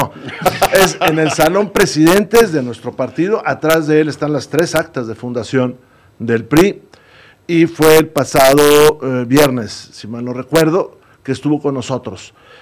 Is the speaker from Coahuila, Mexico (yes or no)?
yes; Saltillo, Coahuila, Mexico; venden allá en Saltillo, es pan de pulque también. De esa fusión entre tlaxcaltecas y españolas, que es mi pueblo querido.